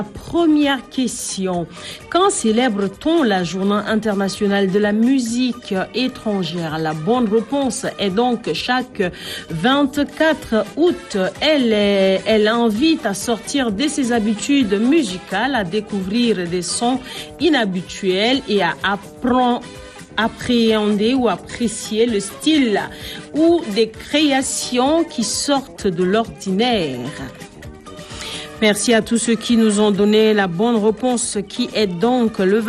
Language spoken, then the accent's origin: French; Chad; Nous sommes des Tchadiens comme toi.